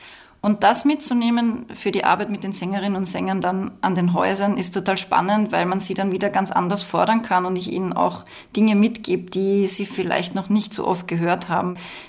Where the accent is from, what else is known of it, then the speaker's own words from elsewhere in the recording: Waidhofen an der Ybbs, Lower Austria, Austria; Also ich bin ja aufgewachsen eben in Waidhofen an der Ibs im Mostviertel